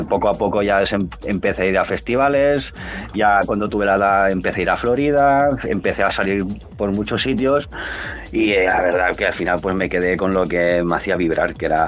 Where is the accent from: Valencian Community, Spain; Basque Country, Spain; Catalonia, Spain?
Catalonia, Spain; Benissanet; moved away as an adult; now in Viladecans, Spain; nació en mi pueblo, que es en Benissanet, a Les Terres de l'Ebre